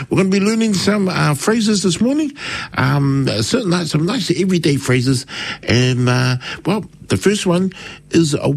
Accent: Samoa; I am from with au se tino mai Samoa.

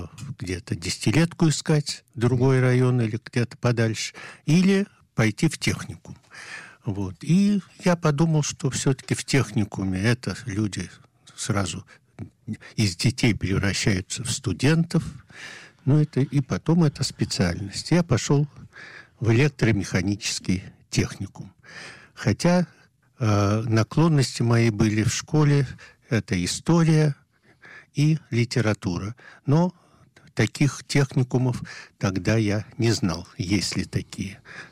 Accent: Moscow, Russia; now in Israel; Я москвич.

